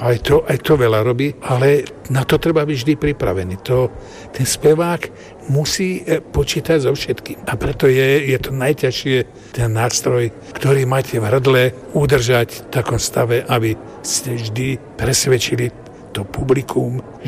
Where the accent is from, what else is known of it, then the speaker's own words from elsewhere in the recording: Trenčín Region, Slovakia; also born or lived in Partizánske; ja som doma v rodnej obci, ja som sa narodil v Partizánskom, ale v Hornej si, kde sme žili, na dedine